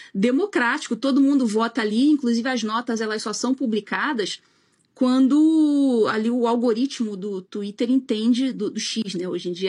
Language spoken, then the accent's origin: Portuguese; Rio de Janeiro, Brazil; eu sou carioca flamenguista